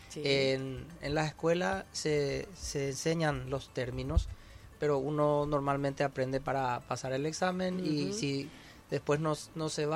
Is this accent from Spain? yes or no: no; Paraguay; somos nosotros los paraguayos.